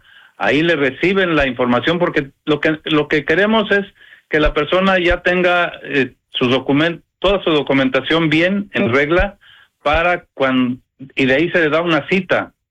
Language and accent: Spanish; Tancítaro, Michoacán, Mexico; now in Texas, United States; Condembaro es la población de dentro del municipio de Tancítaro donde yo nací.